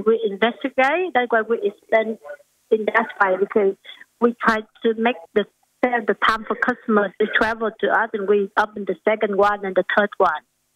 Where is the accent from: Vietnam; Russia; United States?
Vietnam; English is a second language; moved away as an adult; now in Australia; Yeah, I'm from Vietnam. So I've been here 2011 with overseas students. And I'm studying accounting, the master degree in Griffith University.